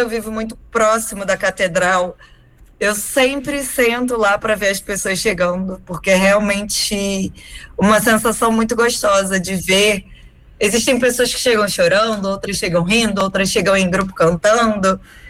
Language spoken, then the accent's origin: Portuguese; Niterói, Rio de Janeiro, Brazil; accent: Brazilian; moved away as an adult; also born or lived in Cork, Ireland / Portugal; now in Santiago de Compostela, Spain; Rio de Janeiro, eu sou de Niterói.